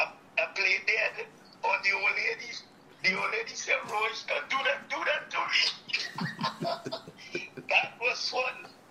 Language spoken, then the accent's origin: English; Queenstown, Pomeroon-Supenaam, Guyana; Yeah, my childhood days in Queenstown, Essequibo was wonderful.